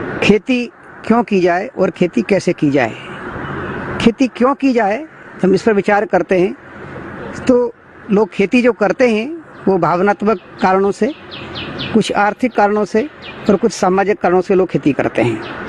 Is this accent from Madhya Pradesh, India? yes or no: no; Aligarh district, Uttar Pradesh, India; moved away; अलीगढ़ जिले के एक गांव में मैं पैदा हुआ और वहीं मैं पला बढ़ा। उसके बाद भारत के बहुत सारे शहरों में कई प्रकार के काम करने का मौका मिला।